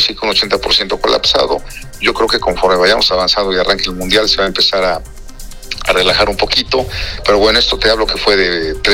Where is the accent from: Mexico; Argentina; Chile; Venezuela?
Mexico; porque ya sabes, como buen mexicano